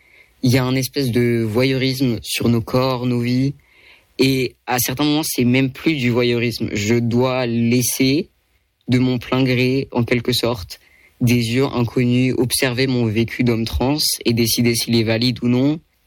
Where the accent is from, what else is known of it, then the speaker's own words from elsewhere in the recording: France; born there; je suis français, je suis né en France.